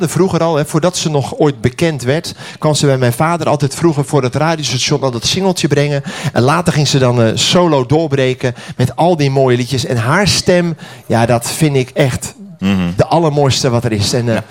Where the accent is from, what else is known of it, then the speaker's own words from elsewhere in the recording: Netherlands; Nou, ik ben een echte Hollander, hè? Dat horen jullie wel, hè?